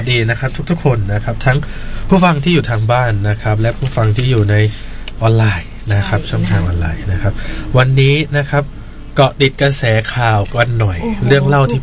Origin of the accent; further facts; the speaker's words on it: Southern Thailand, Thailand; ก็เป็นที่รู้กันดีว่าของเราภาคใต้เนาะเราก็จะชินกับเหตุการณ์นี้หน่อย